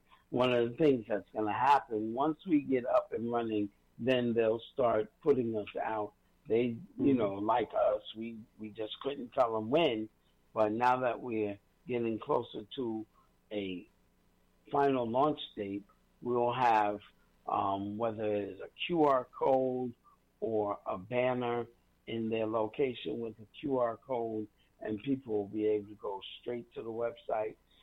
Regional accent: New York, United States; And because we hail, meaning we come from Harlem, New York, that is where our boat is registered to with the Coast Guard.

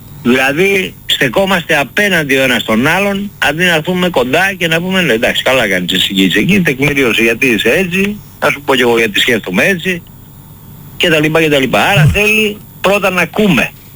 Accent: Greece; όλοι μας έχουμε από λίγο ότι γεννηθήκαμε στην Ελλάδα

